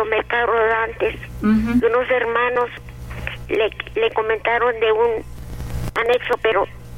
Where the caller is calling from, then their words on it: Guadalupe, Mexico; Yo vivo aquí en Guadalupe.